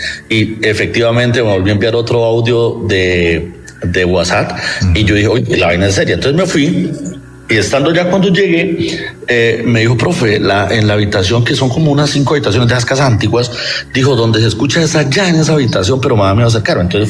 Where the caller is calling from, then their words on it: Paz de Ariporo, Casanare, Colombia; nos comunicamos desde Casanare, de un municipio que se llama Paz de Ariporo, acá en Casanare, Los Llanos.